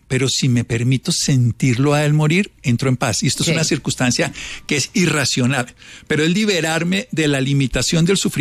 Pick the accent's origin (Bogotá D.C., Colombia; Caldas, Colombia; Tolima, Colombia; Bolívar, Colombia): Tolima, Colombia; Armero; Yo soy de Armero, Tolima. 25 mil personas murieron hace 40 sí, años.